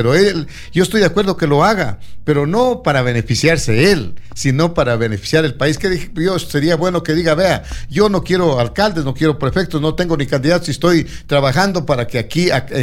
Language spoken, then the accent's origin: Spanish; Loja, Ecuador; como ecuatorianos, como lojanos